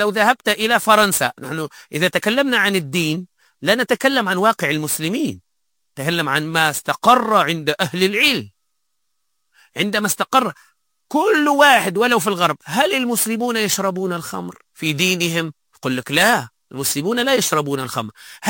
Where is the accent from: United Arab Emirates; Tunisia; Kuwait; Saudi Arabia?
Tunisia; حتى بعض المفتين عندنا في تونس